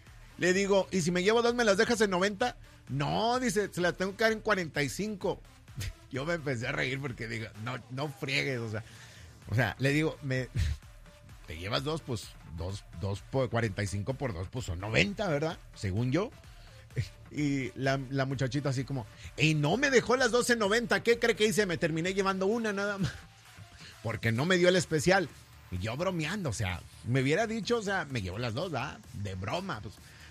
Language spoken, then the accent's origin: Spanish; Mexico